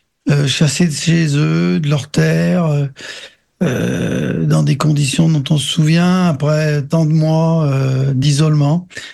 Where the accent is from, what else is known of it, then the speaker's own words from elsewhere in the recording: France; je vous dis ce que je ressens en tant que Français engagé aux côtés de l'Arménie.